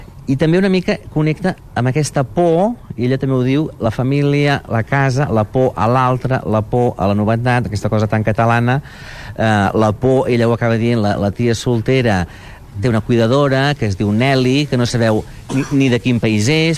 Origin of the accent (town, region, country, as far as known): Catalonia, Spain